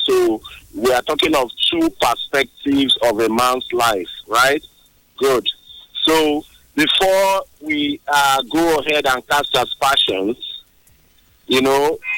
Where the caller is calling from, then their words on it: Port Harcourt, Rivers, Nigeria; I'm calling from Port Harcourt.